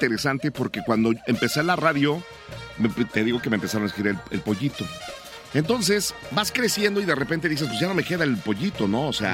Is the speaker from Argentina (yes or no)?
no; Perote, Veracruz, Mexico